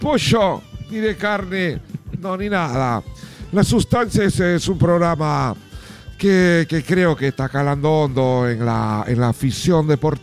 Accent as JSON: {"language": "Spanish", "country": "Argentina", "moved": "yes", "lives_now": "Peru", "said": "Como somos los argentinos"}